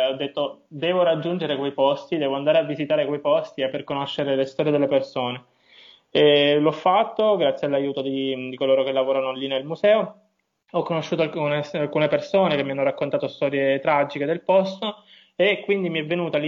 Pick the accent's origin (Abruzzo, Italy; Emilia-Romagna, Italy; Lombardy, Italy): Abruzzo, Italy; io vengo dall'Abruzzo, sono abruzzese